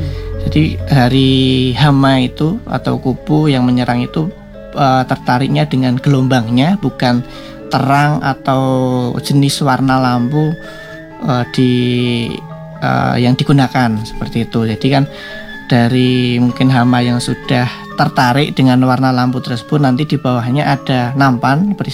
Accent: Indonesia; di desa saya, di Desa Mugel

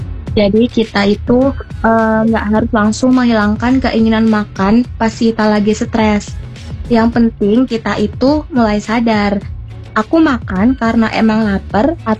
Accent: Banjarnegara, Central Java, Indonesia; Enggak Kak, aku asli Banjarnegara.

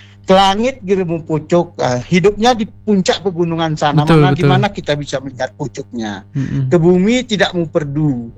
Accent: Aceh, Indonesia

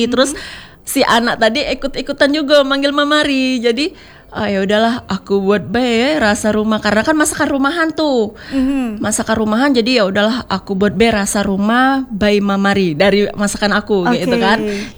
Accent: Java, Indonesia; aku orang Jawa

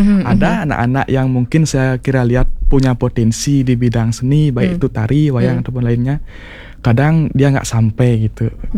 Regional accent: Bali, Indonesia; kita orang Bali

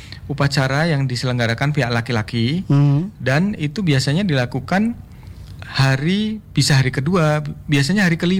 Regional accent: Central Java, Indonesia; Jawa. Jawa Tengah.

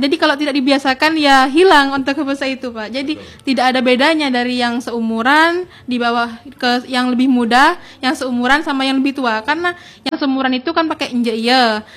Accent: Sumenep, East Java, Indonesia; Saya asli Pabian di sini, Sumenep, Sumenep kota.

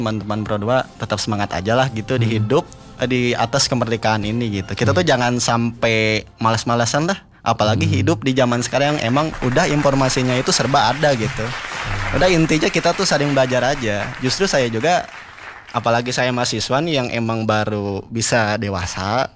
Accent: Garut, West Java, Indonesia; born or raised there; now in Bandung, Indonesia

